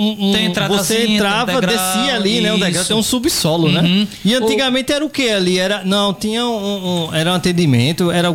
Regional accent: Penedo, Alagoas, Brazil; Eu nunca saí de Penedo.

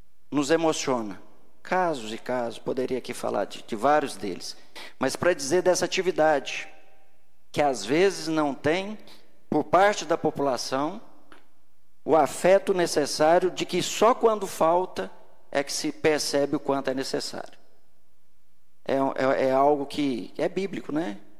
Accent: Dores do Indaiá, Minas Gerais, Brazil; moved away as an adult; also born or lived in Belo Horizonte; Eu nasci em Dores, doutor Zé Carlos, no quarto quarto da Santa Casa, na mão do doutor Fábio.

